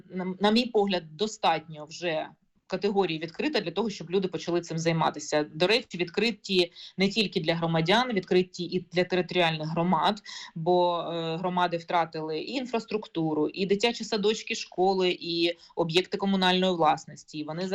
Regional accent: Donetsk Oblast, Ukraine; moved away; я сама з Донеччини

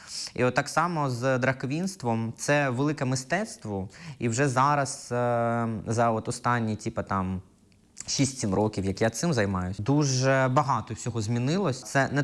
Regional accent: Kropyvnytskyi, Kirovohrad Oblast, Ukraine; Ні, я з Кропивницького.

